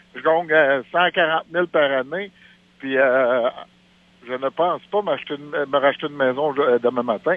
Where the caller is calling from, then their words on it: Saint-Jérôme, Quebec, Canada; Oui, je suis à Sainte-Sophie-Saint-Jérôme.